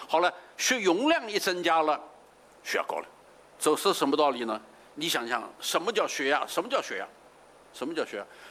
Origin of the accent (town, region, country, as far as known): China